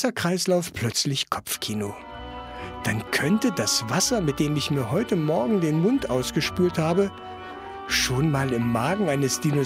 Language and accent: German; Saxony-Anhalt, Germany